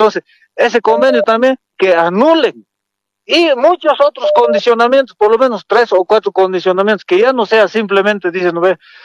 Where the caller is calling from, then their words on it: Oruro, Bolivia; Buen día, don Rubén Quispe, desde Oruro.